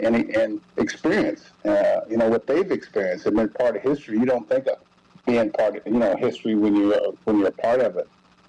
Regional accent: Riverside, California, United States; now in Berkeley, United States; Bobby Bonds was the local hero in our town of Riverside.

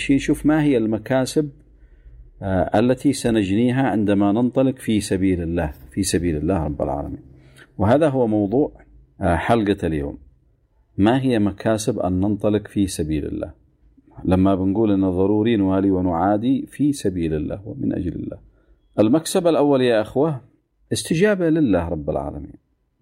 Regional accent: Yemen; كنا كيمنيين مجهولين حتى عند أنفسنا

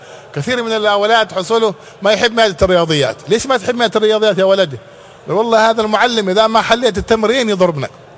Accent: Hadhramaut, Yemen; نحن عندنا في حضرموت

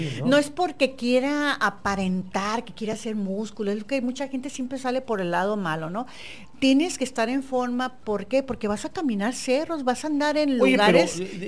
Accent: Tijuana, Baja California, Mexico; sí, soy de Tijuana.

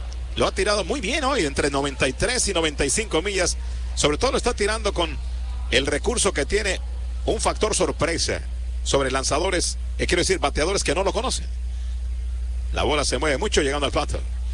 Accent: Tijuana, Baja California, Mexico; los que somos de Tijuana siempre, escuchando la KCBQ, la 13K, la música de moda en inglés de esa época, los que teníamos la vida en la frontera

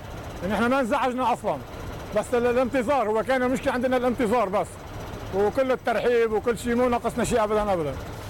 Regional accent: Lebanon; نحن كلبنانيين لا، نحن صراحة ما في ما جينا خط تجاري، نحن جينا بالمساعدات.

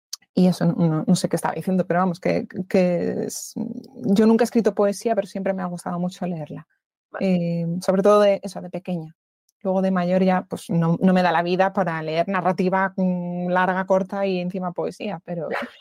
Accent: Madrid, Community of Madrid, Spain; yo soy muy de Madrid, me encanta Madrid, también sacándole todas las pegas que tiene muchísimas, pero yo estoy muy a gusto en mi ciudad, me gusta mucho la historia de aquí

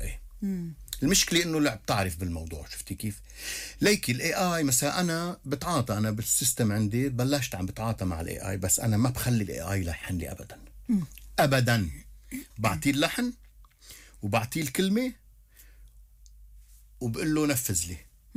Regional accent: Zahle, Beqaa, Lebanon; وأعتز أني أنتمي إلى هذه البقعة من الأرض.

